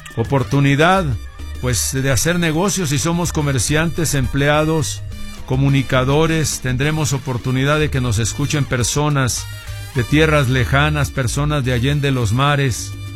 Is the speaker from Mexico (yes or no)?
yes; Mexico; mexicanos habitamos en esas ciudades